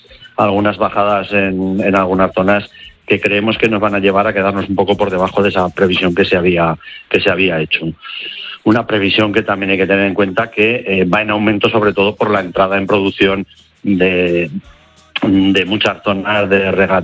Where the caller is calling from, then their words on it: Cadrete, Aragon, Spain; Pues bueno, y estoy aquí en mi pueblo, en Cadrete, al lado de Zaragoza.